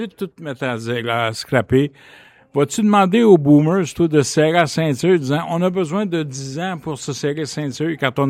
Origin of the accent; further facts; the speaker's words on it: Canada; Moi, je suis Canadien.